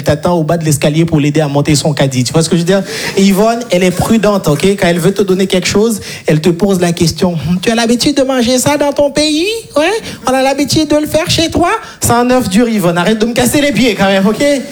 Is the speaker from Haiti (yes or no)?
yes; Haiti; parce que je suis né et grandi en Haïti, et en Haïti, on n'a pas les 4 saisons, ok?